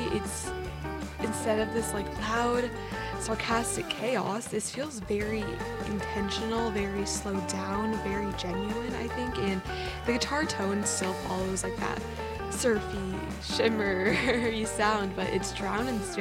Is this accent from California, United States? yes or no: yes; Santa Cruz, California, United States; my hometown Santa Cruz